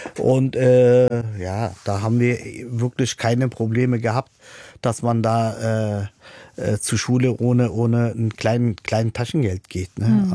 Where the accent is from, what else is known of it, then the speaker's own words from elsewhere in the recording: Berlin, Germany; aufgewachsen bin ich in Berlin-Kreuzberg, Oberkrankenhaus geboren. Meine Eltern sind ja dann eingezogen von Türkei nach Deutschland halt und die Anlaufstelle war halt Berlin-Kreuzberg.